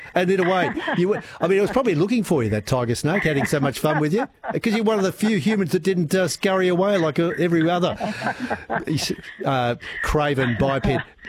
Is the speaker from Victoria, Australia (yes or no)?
yes; Victoria, Australia; I can't go past the magical river that embraces my hometown, the beautiful Barwon.